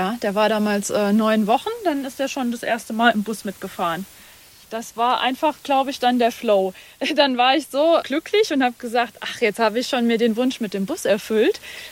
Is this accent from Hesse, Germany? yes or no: yes; Hesse, Germany; moved away as an adult; now in Cologne, Germany; Aufgewachsen bin ich im Landleben, im Hessischen, zwischen Frankfurt und Fulda. Ja, eigentlich so ein bisschen Bilderbuch, bisschen Bauernhof und eine große Familie mit Oma im Haus